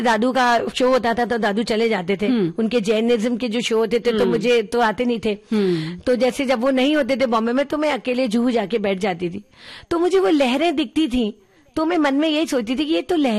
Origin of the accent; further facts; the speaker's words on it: Agra, Uttar Pradesh, India; now in Mumbai, India; तो मैंने कहा अंकल मैं आगरा से हूँ।